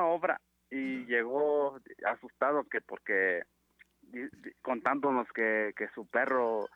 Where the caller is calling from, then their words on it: Mexico; De Santiago Azajo.